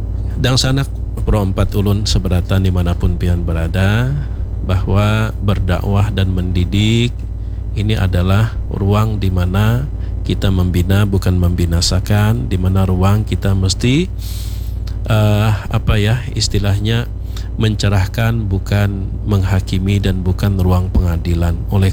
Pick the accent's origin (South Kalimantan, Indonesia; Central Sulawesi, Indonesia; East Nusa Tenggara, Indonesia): South Kalimantan, Indonesia; Sabar itu dalam pepatah kita orang Banjar adalah wajah sampai ke puting, itu sabar.